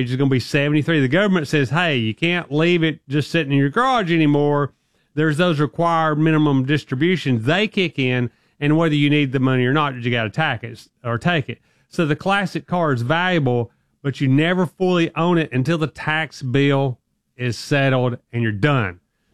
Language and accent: English; Alabama, United States